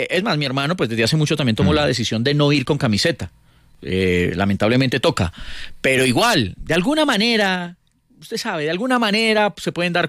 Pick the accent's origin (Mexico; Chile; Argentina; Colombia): Colombia; Bogotá; Yo soy bogotano, nacido en Bogotá, he vivido siempre en Bogotá y soy hincha del Medellín.